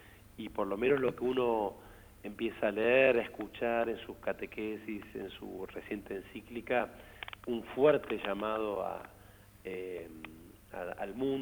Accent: Argentina; necesitamos como argentinos

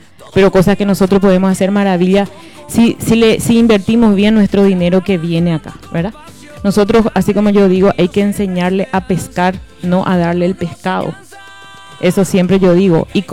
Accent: Nueva Alborada, Itapúa, Paraguay; Y eso es lo que voy a hacer por mi pueblo, porque amo a Nueva Alborada, amo esos colores

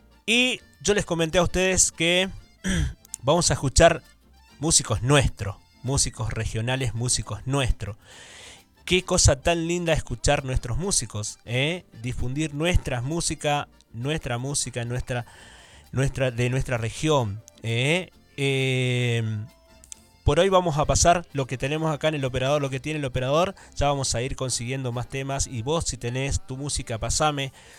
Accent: Reconquista, Santa Fe, Argentina; Esas son las cosas lindas que tiene mi pueblo, que tiene mi ciudad de Reconquista.

